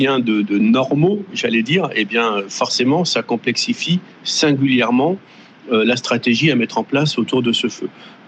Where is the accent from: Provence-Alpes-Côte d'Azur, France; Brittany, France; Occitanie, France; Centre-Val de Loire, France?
Centre-Val de Loire, France; Orléans; moi je suis originaire d'Orléans, du Loiret